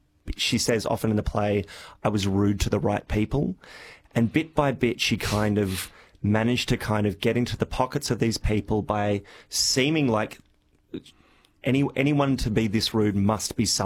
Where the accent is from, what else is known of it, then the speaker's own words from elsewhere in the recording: Perth, Western Australia, Australia; also born or lived in Sydney; now in Melbourne, Australia; No, I grew up in Perth and then spent a bit of time in Sydney and overseas before moving here about 5 years ago.